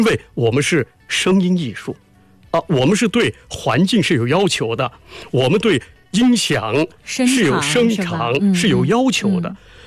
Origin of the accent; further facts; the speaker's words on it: Nanjing, Jiangsu, China; 我作为南京人